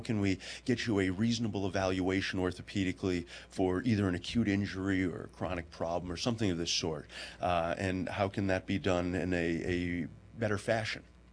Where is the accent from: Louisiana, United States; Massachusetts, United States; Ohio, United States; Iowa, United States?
Massachusetts, United States; Springfield; I grew up in Springfield, graduated from Cathedral High School, and ended up going to Westfield State.